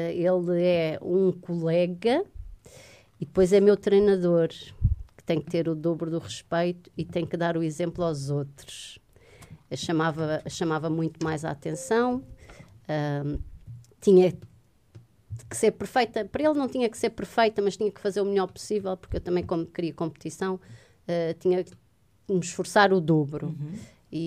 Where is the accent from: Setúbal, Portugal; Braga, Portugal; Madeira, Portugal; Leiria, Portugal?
Madeira, Portugal; Funchal; Nasci mesmo no Funchal, numa clínica mesmo no Funchal. Em 1978.